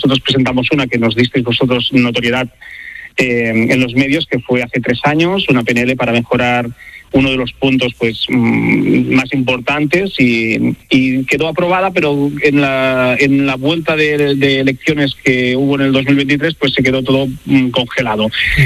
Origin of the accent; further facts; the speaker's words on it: Catalonia, Spain; now in Barcelona, Spain; nosotros somos de la Garrocha, de la comarca allí a lo alto de Cataluña